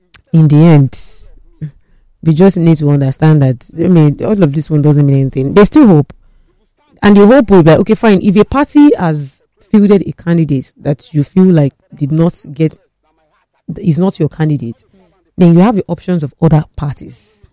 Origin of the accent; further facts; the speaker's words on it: Nigeria; I'm not just another Nigerian, that I'm actually a Nigerian with a voice.